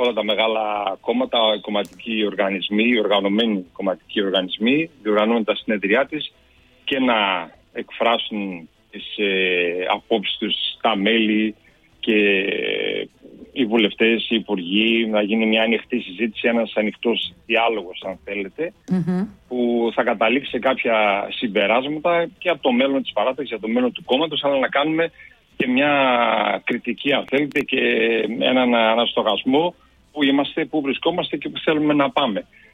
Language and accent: Greek; Central Macedonia, Greece; εγώ είμαι ντόπιος, δεν είμαι πόντιος, αλλά είμαστε μέσα στους πόντιους, έχουμε γίνει πόντι όλοι